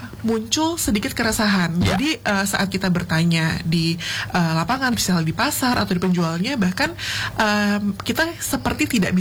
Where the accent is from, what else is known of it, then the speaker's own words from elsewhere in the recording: Sumatra, Indonesia; now in Yogyakarta, Indonesia; saya dari Sumatera, dan kebetulan memang keluarga itu dari berbagai macam daerah. Ayah dari Jawa Timur, ibu dari Jawa Barat, terus kami besar dan tinggal di Sumatera.